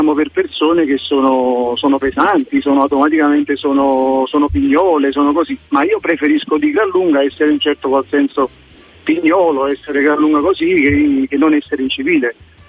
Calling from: Naples, Campania, Italy; io personalmente che sono napoletano

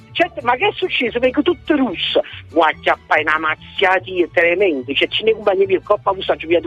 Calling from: Naples, Campania, Italy; come diciamo a Napoli

